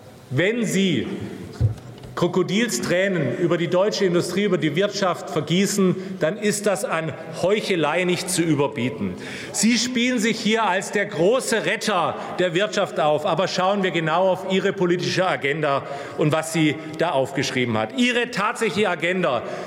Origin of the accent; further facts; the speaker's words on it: Baden-Württemberg, Germany; Auch in meinem Heimatland Baden-Württemberg, in meinem Wahlkreis, werden Arbeitsplätze abgebaut.